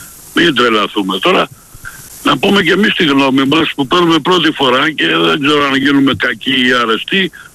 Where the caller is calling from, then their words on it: Keratsini, Attica, Greece; από το Κερατσίνι.